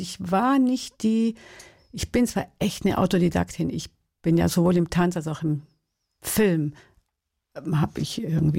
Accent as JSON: {"language": "German", "region": "Baden-Württemberg", "country": "Germany", "tie": "born or raised there", "said": "Ich komme aus dem Schwarzwald und wir sprachen und sprechen immer noch einen Dialekt, wenn wir zusammen sind."}